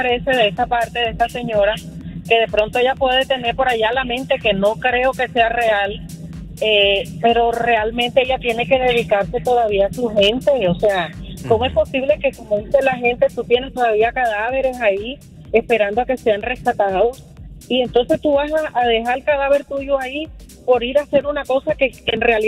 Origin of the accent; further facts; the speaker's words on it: Colombia; Mira, yo soy colombiana.